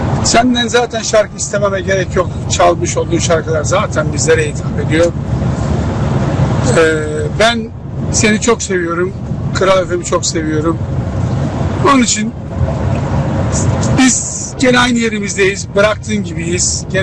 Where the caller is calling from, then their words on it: Trabzon, Turkey